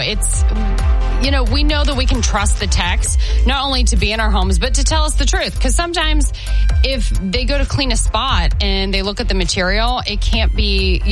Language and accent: English; Pittsburgh, Pennsylvania, United States; now in Charlotte, United States; growing up in Pittsburgh.